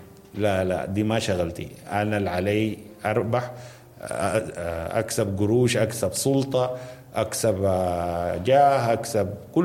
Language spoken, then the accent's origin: Arabic; Sudan; انا كسوداني